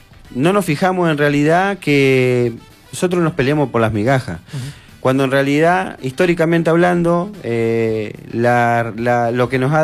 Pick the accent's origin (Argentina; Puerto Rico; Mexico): Argentina; somos todos argentinos